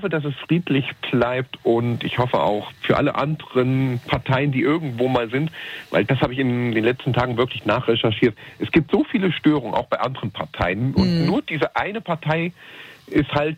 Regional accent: Erfurt, Thuringia, Germany; ich komme aus Erfurt und wir wissen beide, was an Erfurt an diesem Wochenende hier los ist.

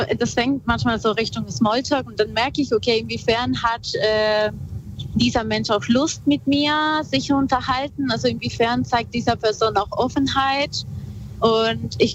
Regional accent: north, Peru; komme ursprünglich aus Peru. Ich bin im Norden von Peru aufgewachsen und da gab es sehr viel Natur

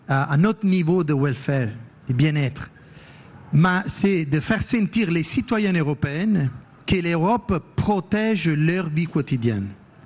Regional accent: Italy; French is a second language; Je suis italien, mais je me sens aussi européenne.

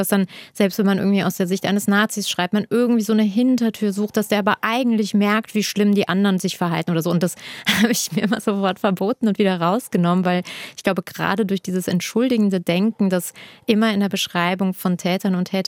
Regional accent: Germany; born there; ich bin in Deutschland geboren, meine Eltern haben in Deutschland Schutz bekommen als politische Verfolgte.

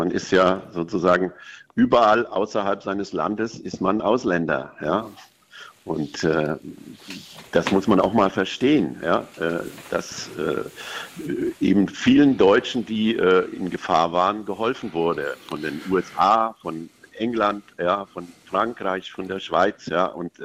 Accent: Germany; also ich sage jetzt mal, ich als Deutscher mich zu Hause fühle

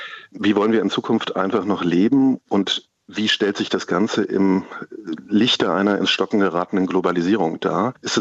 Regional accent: Mecklenburg-Vorpommern, Germany; Ich denke da auch an die Landtagswahlen, zum Beispiel in Sachsen-Anhalt und in Mecklenburg, meiner Heimat, im September.

